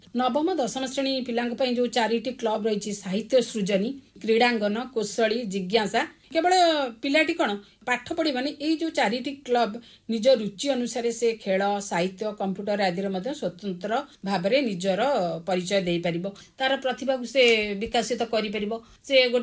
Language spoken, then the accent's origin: Odia; Odisha, India; born there; ମୁଁ ସବୁବେଳେ ଗର୍ବ କରେ ଯେ ମୁଁ ଓଡ଼ିଶାରେ ଜନ୍ମ ହେଇଛି ବୋଲି।